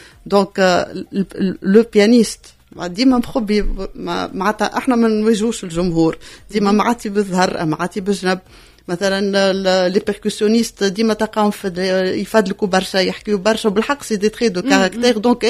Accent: Tunisia; now in Puerto Rico; وما فماش تونسي في بورتوريكو. فما انا وفما تونسي اخر

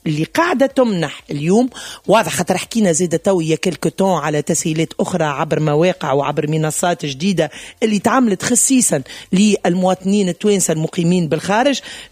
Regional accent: Tunisia; وطني وننتمي لتونس

